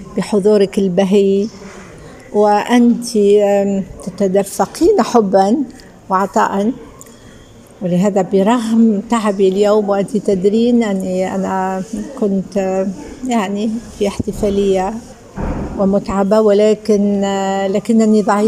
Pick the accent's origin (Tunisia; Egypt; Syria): Tunisia; born there; moved away; هي حبي الأول، لأنه فعلا هي البلد الأول، هي مسقط قلبي وليست مسقط رأسي فقط. فأنا ولدت هنا